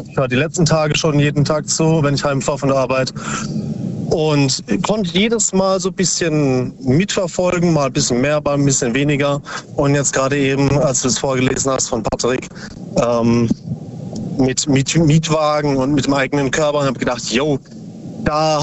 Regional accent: Bruchsal, Baden-Württemberg, Germany; Aus Upstadt Weiher, nee, Bruchsal.

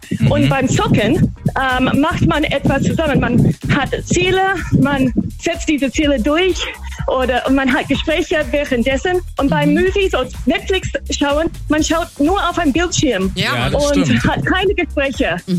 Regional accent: Australia; German is a second language; Nee, eigentlich nicht. Ich komme aus Australien.

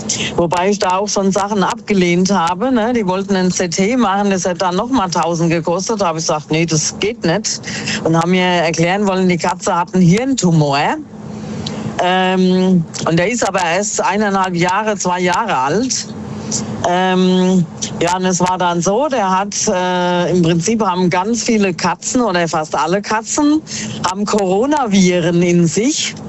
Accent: Miltenberg, Bavaria, Germany; Ja, ich komme aus dem Raum Miltenberg.

